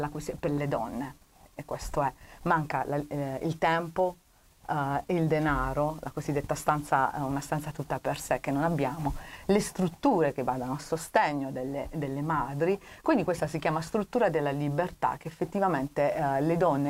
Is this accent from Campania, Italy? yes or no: no; Taranto, Apulia, Italy; in quanto anche Pugliese e Tarantina